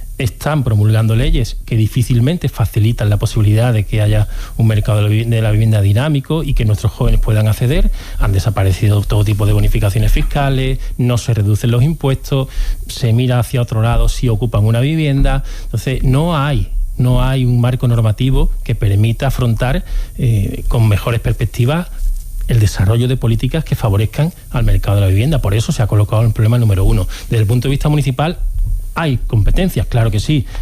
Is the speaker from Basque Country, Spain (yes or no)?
no; San Fernando, Andalusia, Spain; born there; now in Seville, Spain; No, nací en San Fernando.